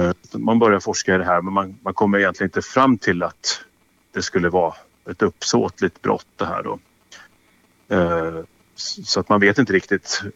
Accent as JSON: {"language": "Swedish", "town": "Örebro", "region": "Örebro County", "country": "Sweden", "tie": "born there", "said": "Och jag då som född örebroare och som älskar stan och kan stan väldigt bra, det är ju väldigt enkelt."}